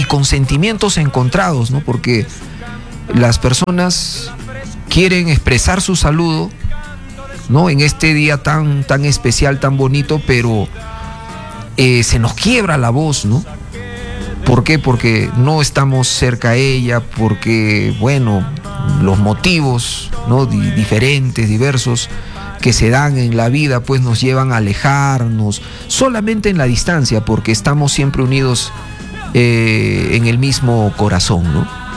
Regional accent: Arequipa, Peru; de Arequipa, mi tierra.

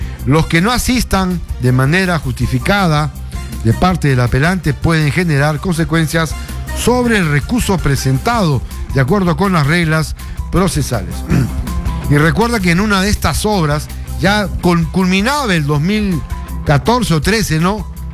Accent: Peru; así somos los peruanos.

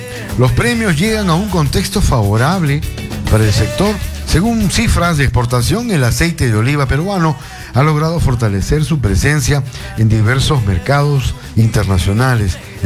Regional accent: Argentina; Somos argentinos.

